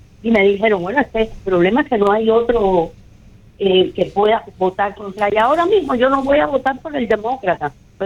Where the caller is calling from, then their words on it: Cuba; yo soy cubana